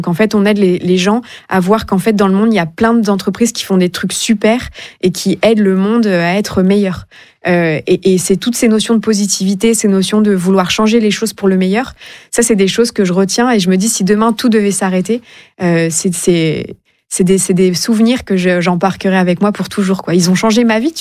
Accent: Réunion; born there; moved away; also born or lived in France; Je suis française, mais j'ai grandi aussi à La Réunion. Donc, j'ai grandi dans une île, dans un dom-tom.

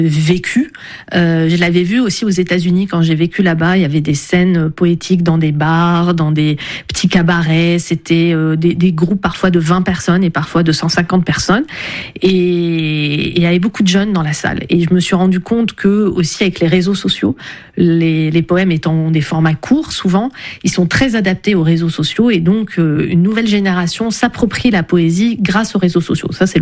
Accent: Lebanon; moved away; also born or lived in United States; c'est ça que j'avais vécu dans mon enfance au Liban, avec une tradition libanaise qui s'appelle le zajal

